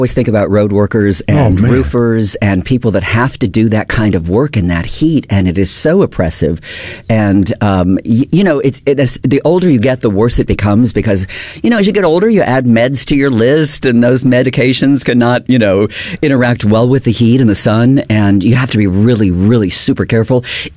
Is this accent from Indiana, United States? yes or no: yes; Indiana, United States; I grew up in Indiana, and so my sisters are still up in that area